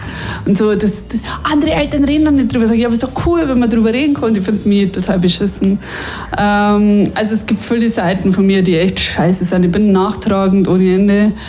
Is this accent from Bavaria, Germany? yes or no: yes; Bavaria, Germany; weil ich will nicht so deutsch sein als Bayerin.